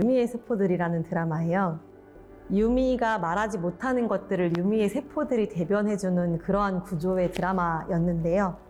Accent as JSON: {"language": "Korean", "town": "Jeonju", "region": "North Jeolla", "country": "South Korea", "tie": "born or raised there", "said": "저는 전라북도 전주가 고향이고요."}